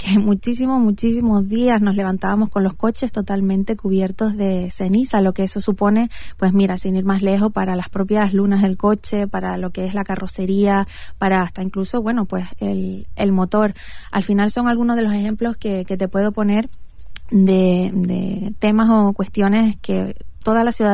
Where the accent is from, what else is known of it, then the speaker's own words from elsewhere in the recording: Tijarafe, Canary Islands, Spain; vengo del municipio de Tijarafe, soy de Tijarafe